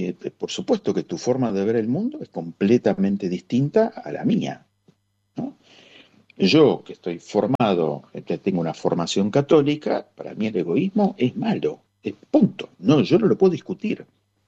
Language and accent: Spanish; Buenos Aires, Argentina; como ciudadano porteño o medio